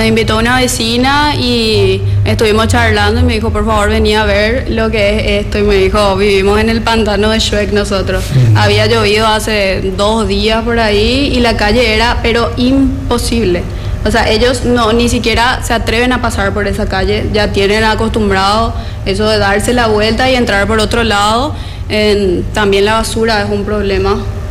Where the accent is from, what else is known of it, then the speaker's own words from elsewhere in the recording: Luque, Central, Paraguay; Yo soy de Laurelte